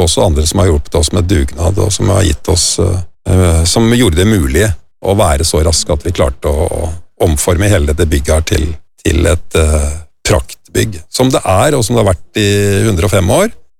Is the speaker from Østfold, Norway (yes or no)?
yes; Hvaler, Østfold, Norway; Når vi vokste opp på Vesterøy på Hvaler som barn